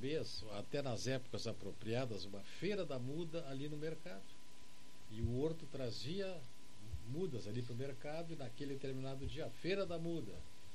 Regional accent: Hulha Negra, Rio Grande do Sul, Brazil; now in Pelotas, Brazil; Eu sou lá da Olha Negra, do Bagé, lá, a água é uma coisa sagrada.

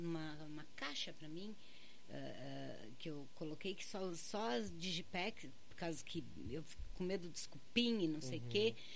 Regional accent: Pelotas, Rio Grande do Sul, Brazil

